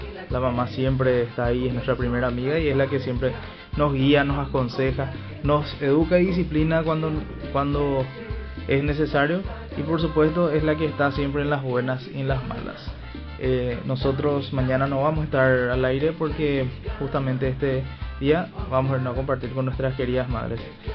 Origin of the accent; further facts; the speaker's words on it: Paraguay; Entonces es una fecha muy importante para nosotros como paraguayos.